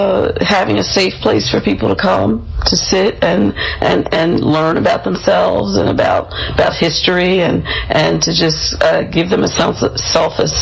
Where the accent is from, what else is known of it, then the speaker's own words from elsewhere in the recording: Philadelphia, Pennsylvania, United States; I grew up in West Philadelphia, in the Copps Creek area, with my parents and my sister.